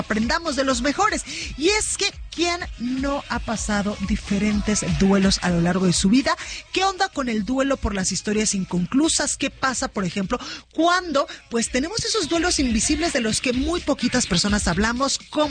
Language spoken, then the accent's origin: Spanish; Mexico; ¿Cómo somos los mexicanos en estas vacaciones de verano?